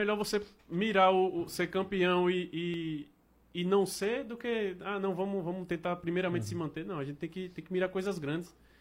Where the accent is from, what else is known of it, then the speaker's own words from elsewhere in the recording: Maceió, Alagoas, Brazil; Na verdade, o Nordeste todo é tudo parecido. Eu, como sou de Maceió, então... Não muda muita coisa, né?